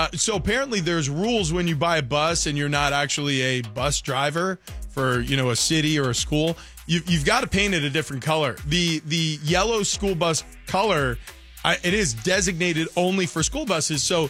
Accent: Long Island, New York, United States; moved away; I grew up in Long Island

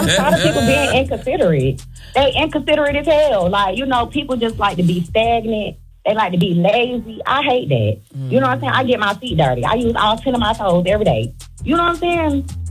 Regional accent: Columbia, South Carolina, United States; Hey, y'all. I'm from Columbia, South Carolina.

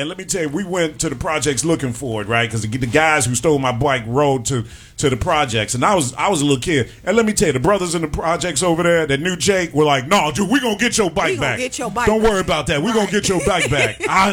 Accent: Chicago, Illinois, United States; I grew up right down the street from Robert Taylor Homes.

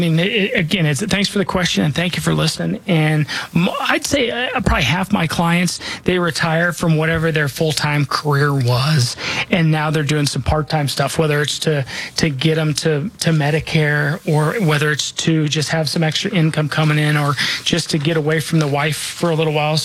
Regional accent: Denver, Colorado, United States; born or raised there

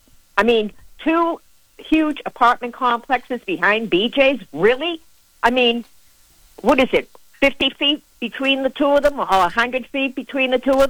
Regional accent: Boston, Massachusetts, United States; accent: Boston; now in Yarmouth, United States; Yes, that was my Boston accent coming out.

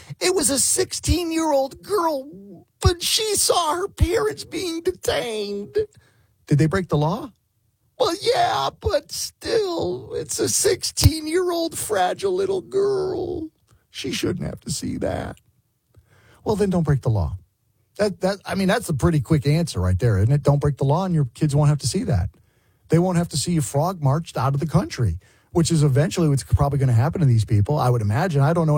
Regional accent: Connecticut, United States; also born or lived in New York; now in South Carolina, United States; I am from Connecticut originally, born and raised there, lived in New York for a number of years, and then made the decision in the early 2000s to escape.

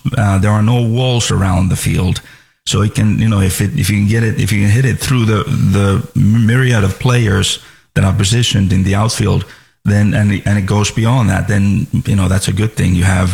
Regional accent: Finland; born or raised there; now in Florida, United States

